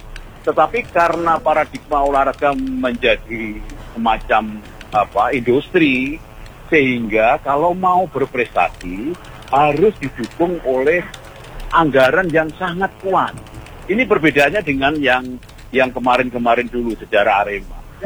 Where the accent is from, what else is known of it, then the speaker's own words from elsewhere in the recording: Malang, East Java, Indonesia; saya sebagai warga Malang juga merasakan.